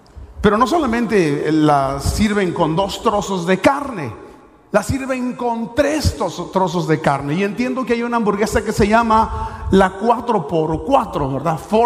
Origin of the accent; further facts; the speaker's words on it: Sonora, Mexico; Y yo soy de Sonora y los burritos de Sonora pues son chiquitos, así de este tamaño, ¿verdad?